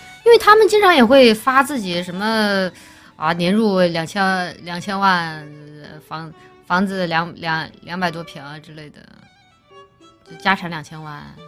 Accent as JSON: {"language": "Chinese", "region": "Guangdong", "country": "China", "tie": "born or raised there", "said": "我小时候住在广东，"}